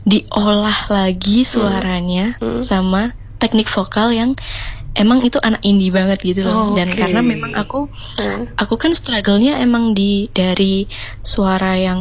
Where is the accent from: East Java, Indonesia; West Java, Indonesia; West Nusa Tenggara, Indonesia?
East Java, Indonesia; Madiun; born or raised there; moved away as an adult; now in Malang, Indonesia